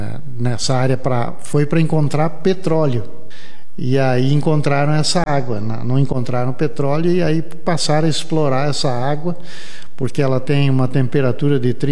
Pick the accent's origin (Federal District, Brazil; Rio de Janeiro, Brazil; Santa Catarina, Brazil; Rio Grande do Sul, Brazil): Santa Catarina, Brazil; Piratuba; born there; moved away as an adult; now in São José do Cedro, Brazil; Eu nasci em Piratuba, Santa Catarina, né, na região perto de Joaçaba. É uma cidade turística, né